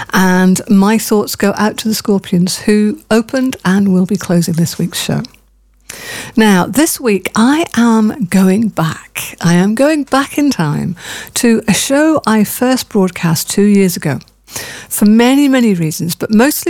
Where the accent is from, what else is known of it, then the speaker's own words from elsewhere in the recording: Scotland, United Kingdom; you'll know I grew up in Scotland and all my musical history comes from there.